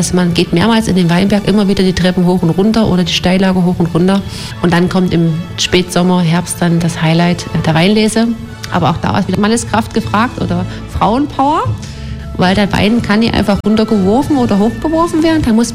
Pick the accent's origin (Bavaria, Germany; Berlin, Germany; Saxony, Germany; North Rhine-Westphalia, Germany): Saxony, Germany; Radebeul; Ich komme aus Radebeul, da kennt man die Winzer.